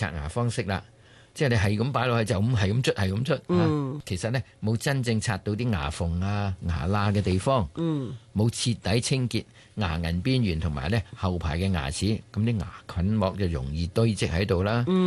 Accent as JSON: {"language": "Cantonese", "region": "Guangdong", "country": "China", "said": "咁同我哋廣東人所講嘅執人口水尾咧。"}